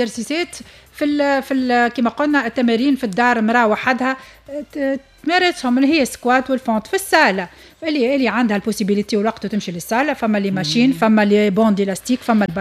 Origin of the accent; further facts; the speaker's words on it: Tunisia; عندنا في تونس